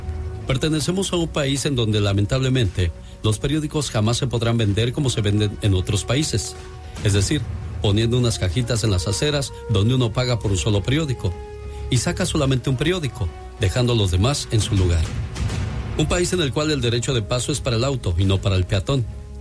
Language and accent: Spanish; Mexico; nosotros que somos mexicanos y hemos llegado a un país donde queremos seguir llevando nuestros malos hábitos y nuestras viejas costumbres